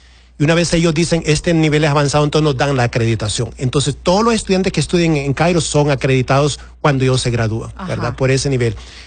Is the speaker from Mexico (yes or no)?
no; Siguatepeque, Comayagua, Honduras; moved away as an adult; also born or lived in Tegucigalpa; now in United States; Crecí en Siguatepeque